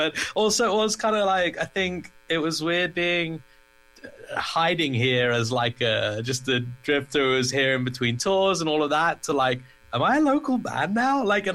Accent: Canterbury, South East England, United Kingdom; when I grew up in Canterbury, like, there wasn't much. That's a tiny, tiny, antiquated, it's not even really a city.

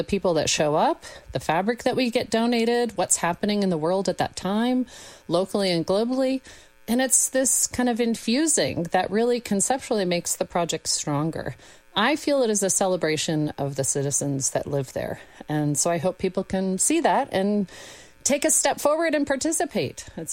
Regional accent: Missoula, Montana, United States; moved away as an adult; also born or lived in Beloit, Wisconsin; I grew up in Missoula, Montana, and I moved to Beloit, Wisconsin kind of on a whim to go to school.

